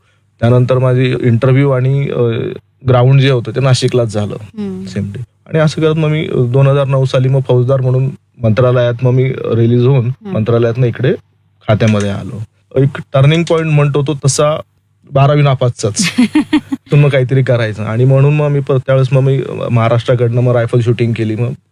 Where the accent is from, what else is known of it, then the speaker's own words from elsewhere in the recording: Bhusawal, Maharashtra, India; also born or lived in Jalgaon; now in Nashik, India; माझं बालपण आणि जन्म जळगाव जिल्ह्यामध्ये भुसावळला झालेला आहे. माझं शिक्षण भुसावळला आणि जळगावला झालेलं आहे.